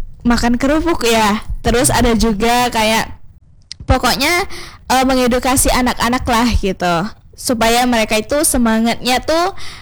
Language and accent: Indonesian; Tanjung Kemuning District, Bengkulu, Indonesia; moved away; Tepatnya di Kecamatan Tanjung Kemuning, nah, di desa saya sendiri